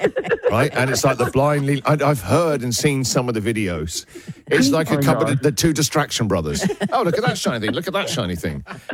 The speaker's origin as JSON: {"language": "English", "country": "Australia", "said": "Yeah, as Australian, you don't need to worry too much about spellings."}